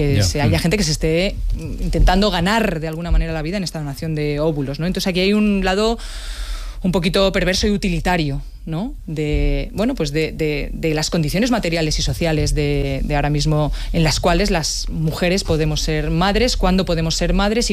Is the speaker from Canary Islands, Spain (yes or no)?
no; Community of Madrid, Spain; cosa que a mí me interpela en primer orden como ministra y como madrileña